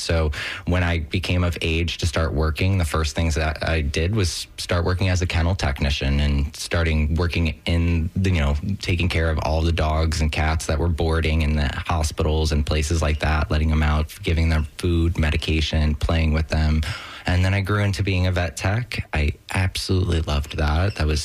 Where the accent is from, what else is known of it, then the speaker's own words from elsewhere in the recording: St. Petersburg, Florida, United States; now in Lutz, United States; I was raised in St. Pete, and I moved back home about 2021, and I just couldn't afford to move back to St. Pete at that time.